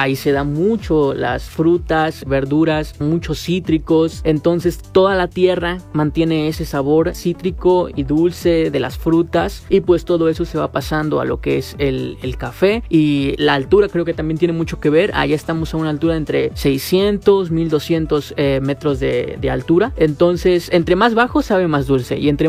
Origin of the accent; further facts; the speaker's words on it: Huehuetla, Hidalgo, Mexico; soy del municipio de Huehuetla, Hidalgo, y como lo dijo la maestra, me dedico a lo que es la producción del café.